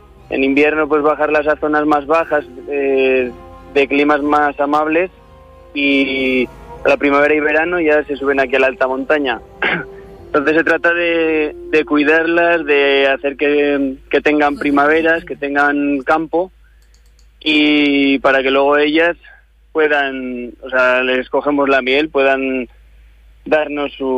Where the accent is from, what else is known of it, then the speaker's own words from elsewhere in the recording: Fuentes Calientes, Aragon, Spain; also born or lived in Valencia; Yo he nacido y me he criado en Fuentes Calientes, en un pueblo del altiplano turolense. Y salí de aquí para estudiar en la universidad, en Valencia y en otras ciudades, y después regresé a mi pueblo